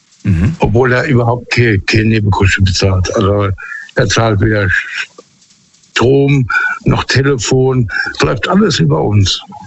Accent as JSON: {"language": "German", "region": "Hesse", "country": "Germany", "said": "Ich bin eigentlich aus der Nähe von Biblis."}